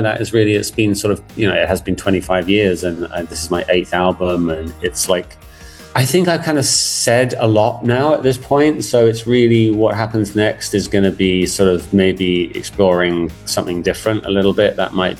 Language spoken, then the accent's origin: English; England, United Kingdom; now in Tokyo, Japan; as an Englishman